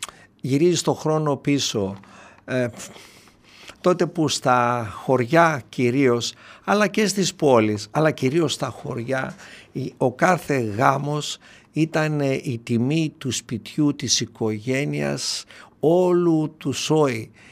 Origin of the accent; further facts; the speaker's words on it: Doirani, Central Macedonia, Greece; εκεί στο χωριό μου το ακριτικό, το ιστορικό, την Δοϊράνη